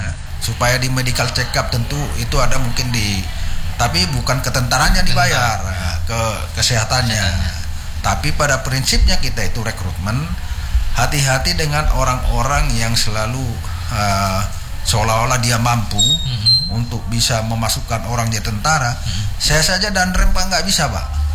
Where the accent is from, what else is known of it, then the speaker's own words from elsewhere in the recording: Medan, North Sumatra, Indonesia; Bukan karena orang Medannya tidak ada, buktinya saya juga orang Medan, tahu-tahu jadi danrem di sini.